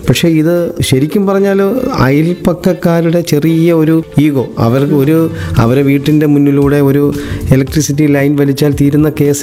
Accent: Kollam, Kerala, India; now in Kottiyam, India; ശരിക്കും സ്വദേശം കൊല്ലം പള്ളിമുക്കിലാണ്. ഇപ്പൊ താമസിക്കുന്നത് കൊട്ടിയത്താണ്.

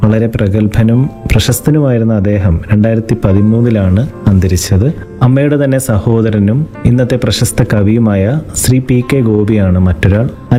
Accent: Kambissery, Kerala, India; born there; ഞങ്ങളുടെ വീടിനോട് ചേർന്ന് തന്നെ നേരത്തെ ഒരു ആശുപത്രി, കാമ്പിശ്ശേരിയിൽ മെഡിക്കൽ മിഷൻ ആശുപത്രി

